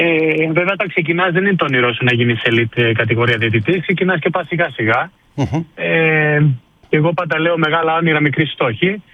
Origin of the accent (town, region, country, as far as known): Greece